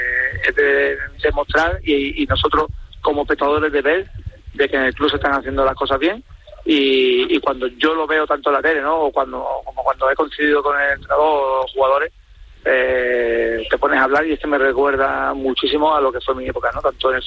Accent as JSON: {"language": "Spanish", "town": "Málaga", "region": "Andalusia", "country": "Spain", "also_born_or_lived": "A Coruña", "moved": "yes", "said": "que me ha dado el Málaga, y el Depo, por los años que estuve allí, que fue la primera vez que yo salí de Málaga, y estoy súper contento."}